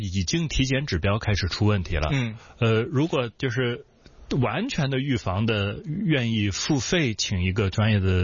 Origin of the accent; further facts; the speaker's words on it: Shanghai, China; now in Hong Kong, China; 我是从上海过来，然后从事医疗行业，在医疗行业开了一个健康管理公司。那我是去年通过这个高才通的 B 类的高才通申请到，然后来到香港这边。